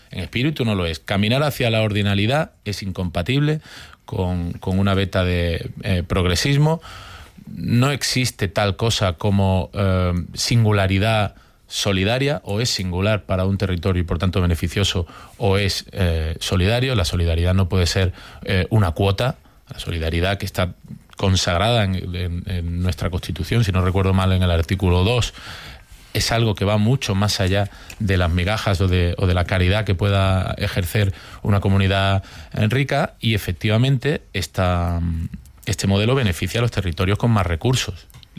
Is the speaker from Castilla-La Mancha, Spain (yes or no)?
no; Andalusia, Spain; por mi tierra, por Andalucía